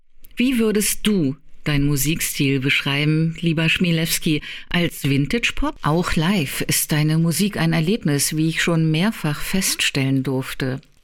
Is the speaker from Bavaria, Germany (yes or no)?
no; Berlin, Germany; Als Berlinerin darf ich sagen